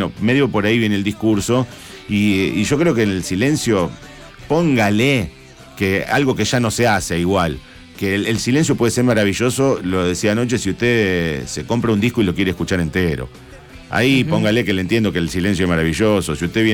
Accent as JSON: {"language": "Spanish", "country": "Argentina"}